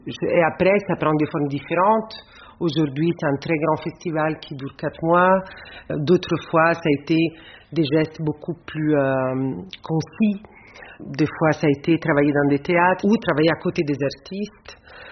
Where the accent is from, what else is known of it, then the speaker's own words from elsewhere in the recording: Rome, Lazio, Italy; Moi, j'ai grandi à Rome.